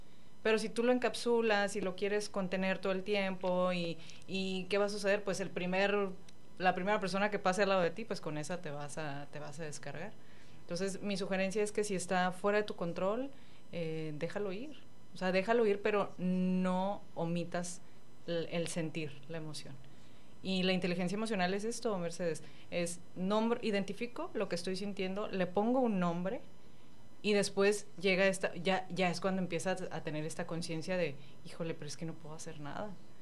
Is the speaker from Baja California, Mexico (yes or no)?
yes; Tijuana, Baja California, Mexico; yo también soy de Tijuana y vivo este estrés de los cruces fronterizos todo el tiempo.